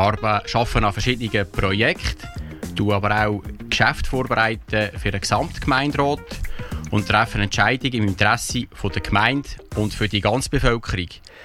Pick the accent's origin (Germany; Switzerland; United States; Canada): Switzerland; Lucerne; Ja, ich bin hier im Seetal aufgewachsen, bin stark vernetzt und verwurzelt.